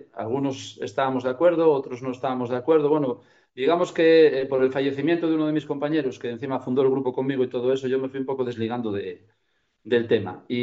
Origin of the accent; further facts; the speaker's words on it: Rabanal de Abajo, Castile and León, Spain; Yo desciendo de un pueblo de La Ciana, del Valle de La Ciana, que se llama Rabanal de Abajo.